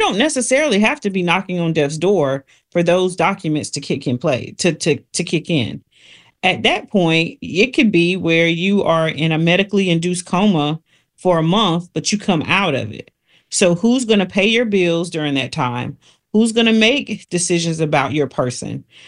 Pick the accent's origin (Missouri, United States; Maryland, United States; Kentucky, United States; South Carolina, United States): South Carolina, United States; North Carolina, unlike our state down south, I'm from South Carolina, doesn't recognize common law marriage.